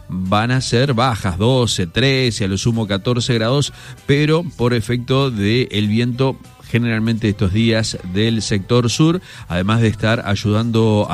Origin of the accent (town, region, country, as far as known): Uruguay